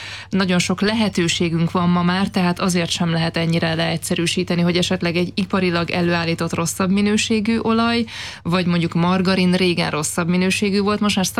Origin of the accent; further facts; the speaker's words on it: Great Hungarian Plain, Hungary; én is alföldi vagyok, tehát ismerem ennek a kultúráját